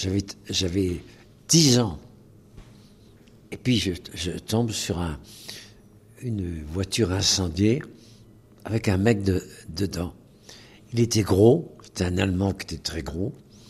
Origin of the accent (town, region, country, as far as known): Rochefort, Nouvelle-Aquitaine, France; born there